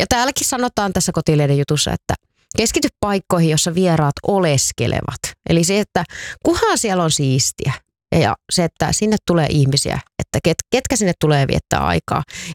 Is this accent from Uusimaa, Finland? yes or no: no; Tampere, Pirkanmaa, Finland; toimittajaksi jonnekin pois kotikaupungistani Tampereelta